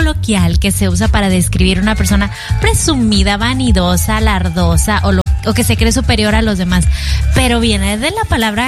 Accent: Mexico; yo soy mexicana.

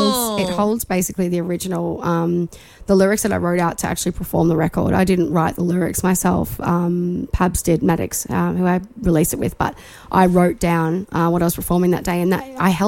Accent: Australia; moved away; And I was like, no, well, I'm actually Australian.

